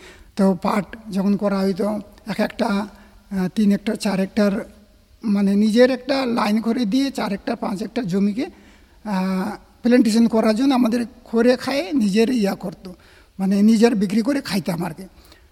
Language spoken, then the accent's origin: Bangla; West Bengal, India; আমাদের গ্রামের লোক